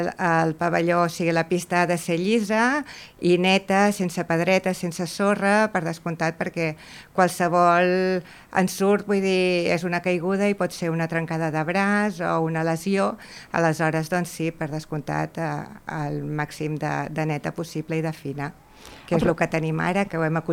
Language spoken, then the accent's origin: Catalan; Mataró, Catalonia, Spain; born there; also born or lived in Badalona; now in Argentona, Spain; jo sóc nascuda a Mataró.